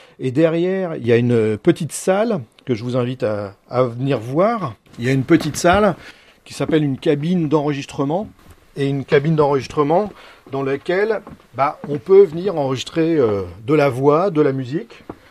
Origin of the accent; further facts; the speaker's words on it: Rouen, Normandy, France; Moi, je suis rouennais, je suis normand, j'ai ma région chevillée au corps.